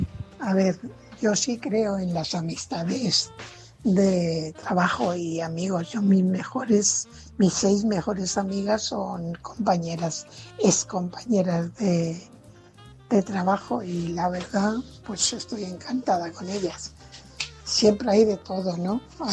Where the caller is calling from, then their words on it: Fuenlabrada, Community of Madrid, Spain; corresponsal de Fuenlabrada.